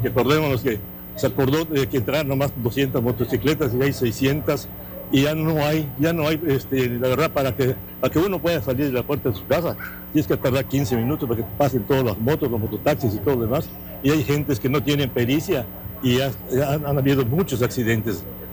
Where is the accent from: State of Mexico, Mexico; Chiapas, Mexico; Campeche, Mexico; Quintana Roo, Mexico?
Quintana Roo, Mexico; Cozumel; porque nosotros somos parte de Cozumel